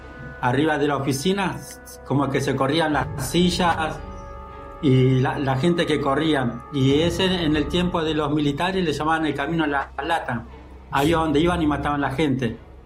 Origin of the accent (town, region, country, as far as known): Lanús, Buenos Aires Province, Argentina